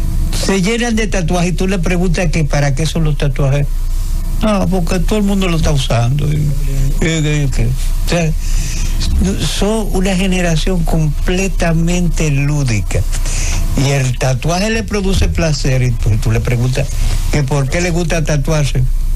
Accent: Dominican Republic

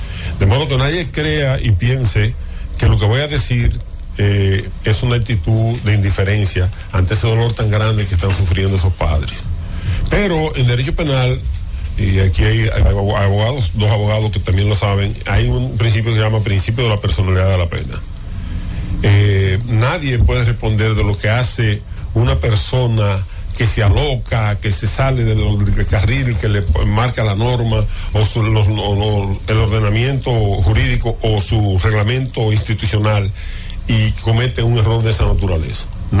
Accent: Dajabón, Dominican Republic; mi provincia natal, Dajabón

